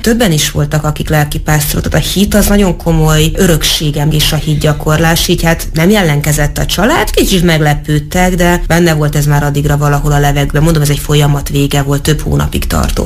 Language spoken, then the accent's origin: Hungarian; Tatabánya, Komárom-Esztergom, Hungary; born there; now in Debrecen, Hungary; Tehát kvázi lehet azt mondani, hogy debreceni vagyok, de nem Debrecenben, hanem Tatabányán születtem. De hát debreceni alapvetően a család identitása.